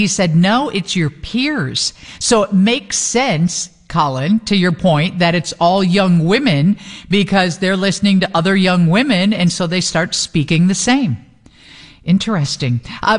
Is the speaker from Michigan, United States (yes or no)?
no; Chicago, Illinois, United States; also born or lived in Germany / France / Italy; no matter where we were stationed, Germany, France, Italy. When I went to school, everyone knew I was from Chicago.